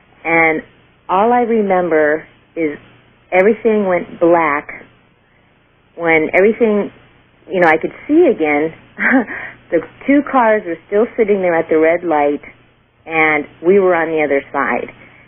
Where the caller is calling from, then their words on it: Burbank, California, United States; I'm sorry, I'm calling from Burbank.